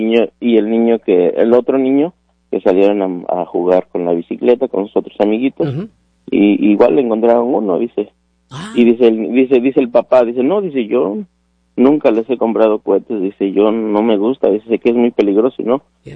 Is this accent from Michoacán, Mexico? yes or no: no; Santa María la Alta, Puebla, Mexico; Santa María la Alta.